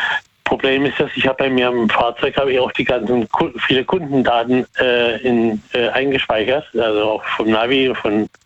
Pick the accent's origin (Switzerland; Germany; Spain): Germany; Karlsruhe, Baden-Württemberg; born there; also born or lived in Ettlingen; now in Muggensturm, Germany; Nee, nee. Ich bin gebürtiger Karlsruher.